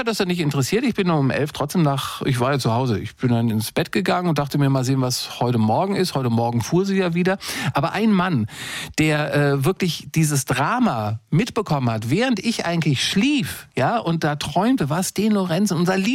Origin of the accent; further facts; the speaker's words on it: Lower Saxony, Germany; born there; Ich bin da geboren in der Nähe von Wolfsburg. Vielleicht wart ihr ja mal in meinem Heimatort.